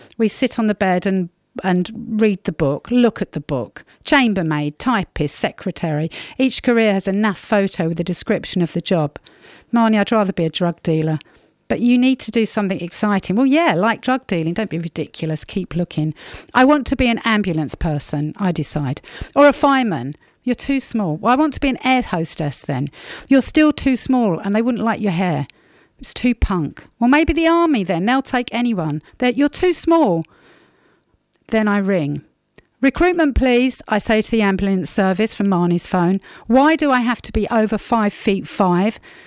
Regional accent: East of England, United Kingdom

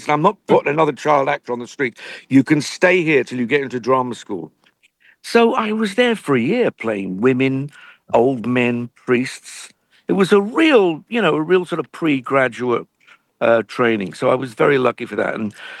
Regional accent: Birmingham, West Midlands, United Kingdom; also born or lived in Bristol; I grew up in Brummer.

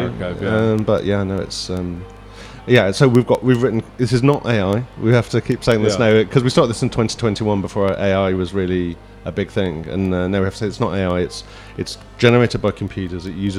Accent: United Kingdom; now in Vancouver, Canada; I'm a British audio producer and musician based in Vancouver, Canada.

